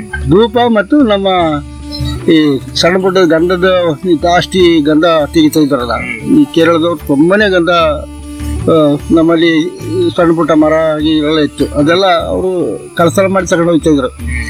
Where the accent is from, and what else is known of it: Karnataka, India; born there